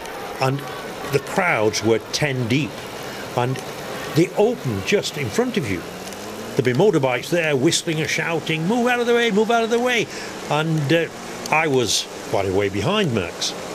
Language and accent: English; Yorkshire and the Humber, United Kingdom; Born and bred in Yorkshire, tough as nails, I didn't give a damn.